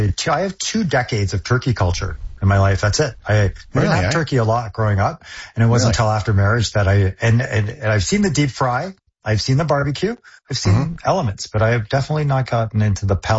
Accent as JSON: {"language": "English", "country": "Canada", "tie": "born there", "said": "So I am East Indian by nature. My parents were born in India. I was obviously born here."}